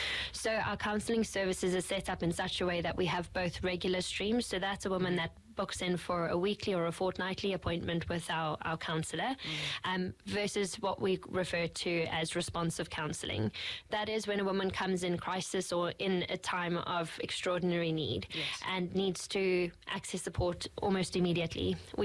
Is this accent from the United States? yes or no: no; South Africa; moved away; for those who haven't picked up on the accent just yet, I'm originally from South Africa, and it's been a noticeable transition